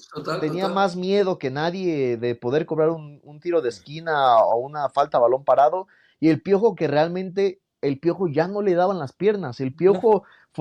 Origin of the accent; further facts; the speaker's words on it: Mexico; como mexicanos diríamos, no tarda en caer el gol.